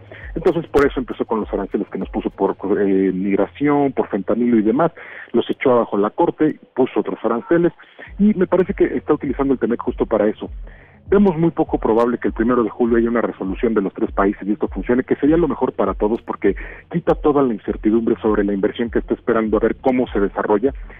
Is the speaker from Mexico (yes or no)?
yes; Mexico